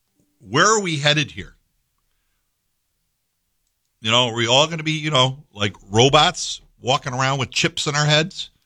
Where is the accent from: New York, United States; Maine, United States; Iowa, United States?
New York, United States; Schaghticoke; I drove through Scaticook the other day. the mothership where I grew up, the mothership is really Felt Fidelity, my hometown.